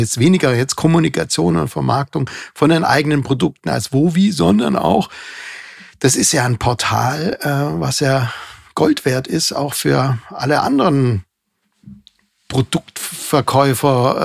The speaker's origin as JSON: {"language": "German", "region": "Swabia", "country": "Germany", "said": "ich komme ja aus dem Schwabeländle"}